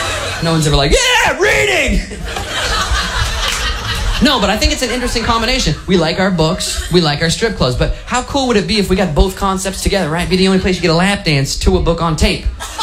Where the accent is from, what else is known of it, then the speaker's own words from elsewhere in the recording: Portland, Oregon, United States; I grew up in Portland, Oregon. It's an interesting city. We're known for some interesting things.